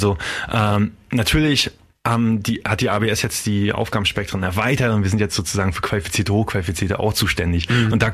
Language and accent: German; Mecklenburg-Vorpommern, Germany; moved away as an adult; Ich komme ursprünglich aus Vorpommern, aber wie so viele, 2003, 2004 war ja auch die höchste Abwanderungswelle hier in Vorpommern, bin ich dann auch weggegangen. 17 Jahre durch die Weltgeschichte und jetzt bin ich wieder hier in Vorpommern.